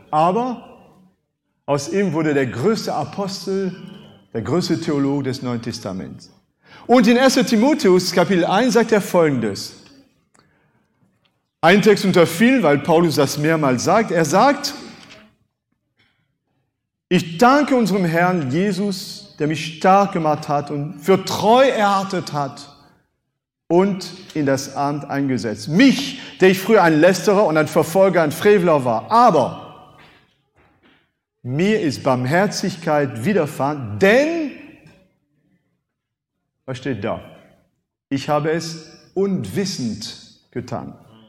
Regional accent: France; first language French; German is a second language; now in Germany; Landsmann Napoleon. Napoleon hat etwas gesagt, nul n'est censé ignorer la loi. Das ist Französisch, meine Muttersprache.

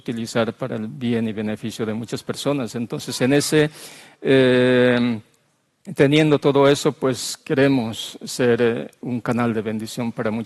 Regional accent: Bolivia; yo soy boliviano, pero mi esposa es de Colombia.

